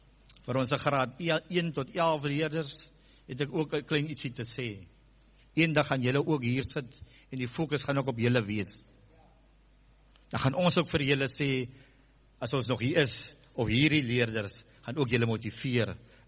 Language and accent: Afrikaans; Heidelberg, Western Cape, South Africa; Ek kom van Noordkaap, ek kom van Hessekwa, Heidelberg, Slangrivier, terug Oudtshoorn toe.